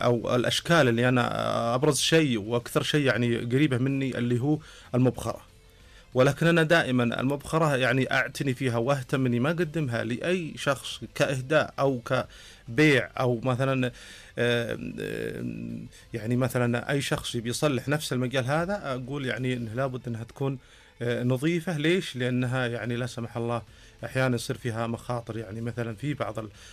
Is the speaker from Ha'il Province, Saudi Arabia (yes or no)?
yes; Al-Ajaja, Ha'il Province, Saudi Arabia; born there; طبعا انا للمعلومية اني انا من مواليد قرية العجاجة تابع لمنطقة حائل